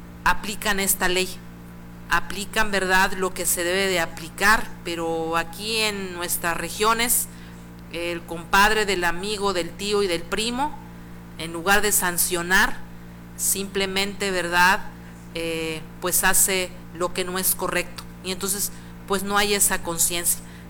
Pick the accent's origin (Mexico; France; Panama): Mexico; Huasteca; en mi tierra, la Huasteca